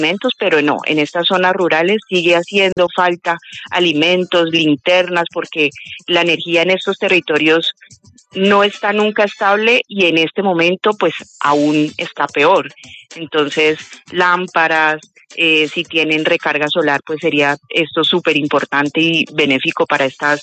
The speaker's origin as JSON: {"language": "Spanish", "town": "Cali", "region": "Valle del Cauca", "country": "Colombia", "said": "tenemos que seguirnos moviendo como caleños, como vallecaucanos y como colombianos para esto salga nuevamente adelante, porque podemos."}